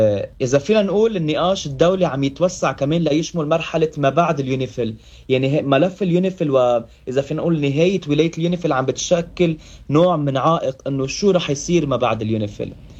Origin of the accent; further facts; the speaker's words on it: Lebanon; كلنا نحن لبنانيين أبا عن جد